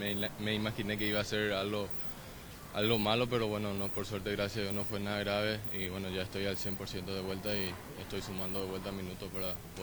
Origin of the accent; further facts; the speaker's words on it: Paraguay; La verdad que muy contento de estar acá en mi país, en nuestro país